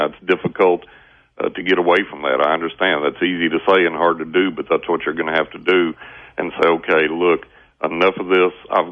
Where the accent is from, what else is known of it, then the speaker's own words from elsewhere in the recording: Texas, United States; Well, I am from West Texas, Lance.